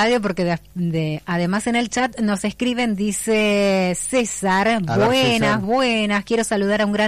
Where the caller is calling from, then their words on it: Neuquén, Argentina; de Neuquén